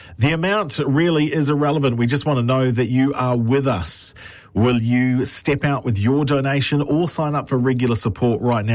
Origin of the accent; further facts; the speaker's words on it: Tauranga, Bay of Plenty, New Zealand; my hometown of Tauranga